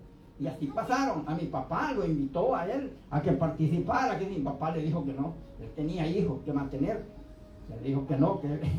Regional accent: El Salvador; yo pasé por la guerra de los 80 en mi país.

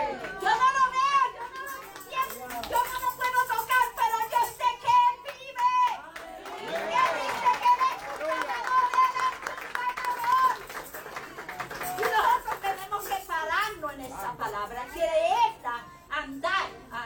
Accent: Puerto Rico; soy boricua, perdóneme por las palabras. Todo inclenco, yo tengo 65 años.

